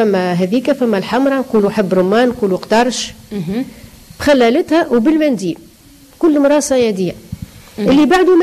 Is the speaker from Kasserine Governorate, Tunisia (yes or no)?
no; Sayada, Monastir Governorate, Tunisia; اختياري المنزل كان الحقيقة هو جاي، هي ذي حومتي تربيت فيها.